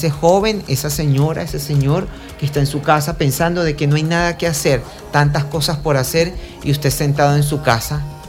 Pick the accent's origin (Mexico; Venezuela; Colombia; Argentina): Venezuela; born there; es el país donde nacimos, donde estamos